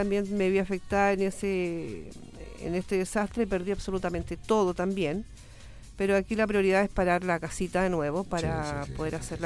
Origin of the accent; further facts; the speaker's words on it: Chile; somos chilenos, Patito, y la comuna y los chilenos somos solidarios